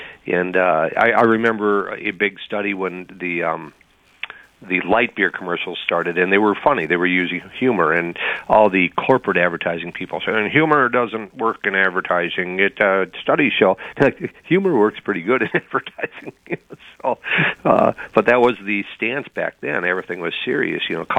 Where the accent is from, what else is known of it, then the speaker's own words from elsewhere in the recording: Minnesota, United States; growing up in Minnesota